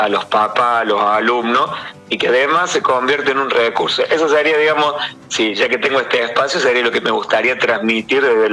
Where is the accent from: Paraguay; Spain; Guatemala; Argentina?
Argentina; Córdoba; nosotros somos de Córdoba, y bueno, en Córdoba estamos avanzados